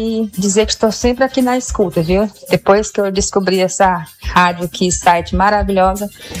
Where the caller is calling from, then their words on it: Bom Lugar, Maranhão, Brazil; do Maranhão, da cidade de Bom Lugar.